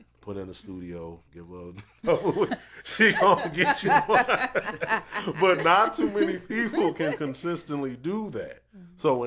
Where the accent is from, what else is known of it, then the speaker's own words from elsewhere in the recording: Texas, United States; born there; moved away as an adult; I moved away from Texas fresh out of high school, and when I came back